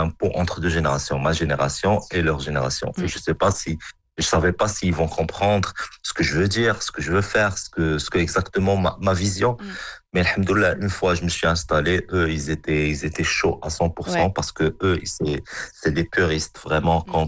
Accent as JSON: {"language": "French", "country": "Morocco", "said": "Alors, moi, je suis un Marocain. Et mon point fort, c'est ma culture."}